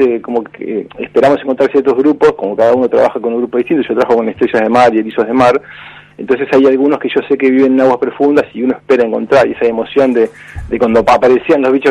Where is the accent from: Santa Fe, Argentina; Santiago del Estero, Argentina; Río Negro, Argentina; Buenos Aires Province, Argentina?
Río Negro, Argentina; Bariloche; also born or lived in Buenos Aires; now in Puerto Madryn, Argentina; yo soy mudado acá, vine hace 11 años a vivir. Ajá. Yo soy de Bariloche, estudié en Buenos Aires.